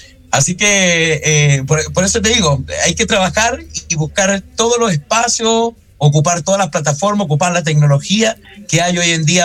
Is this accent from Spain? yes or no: no; Punitaqui, Coquimbo, Chile; now in Ovalle, Chile; Bueno, nosotros somos de Punitaqui. Yo soy oriundo de Punitaqui. La tierra de los molinos, la música y la amistad, como dicen las animaciones. Y Punitaqui queda a 25 kilómetros de Ovalle. Yo vivo en Ovalle, ya, con mi familia y todo.